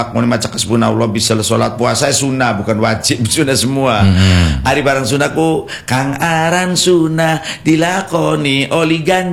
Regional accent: Cirebon, West Java, Indonesia; Nah hari ini kita wong Cirebon arane apem.

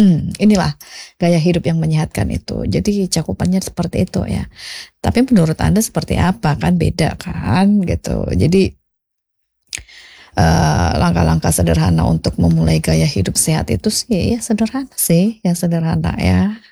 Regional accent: Kupang, East Nusa Tenggara, Indonesia; kita orang Kupang

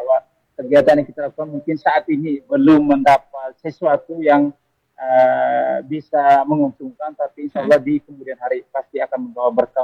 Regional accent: Flores, East Nusa Tenggara, Indonesia

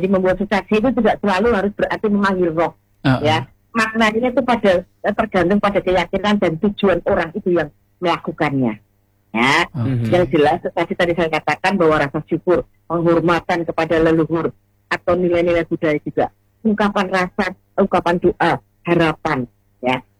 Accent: Java, Indonesia

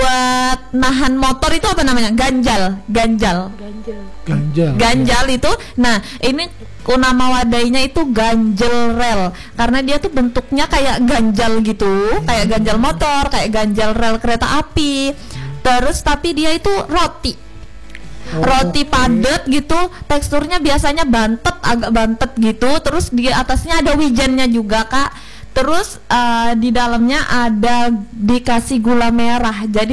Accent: Semarang, Central Java, Indonesia; moved away; aku nih asalnya dari Semarang

